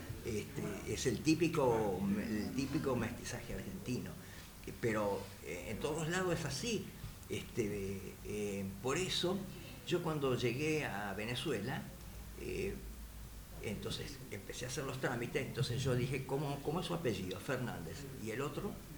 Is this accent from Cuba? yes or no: no; Galicia, Spain; moved away; en el caso mío, yo soy gallego, así que soy celta también.